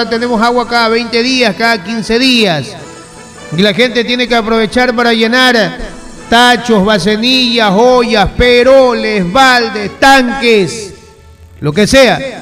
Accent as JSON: {"language": "Spanish", "town": "Manta", "region": "Manabí", "country": "Ecuador", "tie": "born or raised there", "also_born_or_lived": "Guayaquil", "said": "Pero yo no nací ahí, yo nací en Guayaquil. Y por cosas del destino y porque Dios así lo quiso desde el primer año de edad, creo que ya vivo aquí en Manta. O sea, tengo 50 y voy a cumplir 54 años viviendo en Manta."}